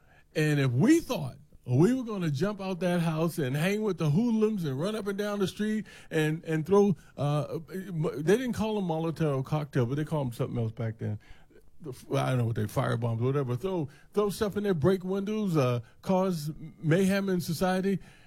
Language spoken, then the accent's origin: English; Washington, District of Columbia, United States; When I was raised in Washington, D.C. Chris, did I tell you I was raised in Washington, D.C.?